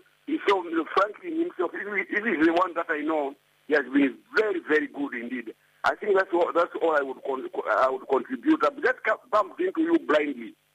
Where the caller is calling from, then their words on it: Eastern Province, Zambia; Tembo is from Eastern Province, I'm also from Eastern Province, and Tembo is Ngoni, I'm also Ngoni.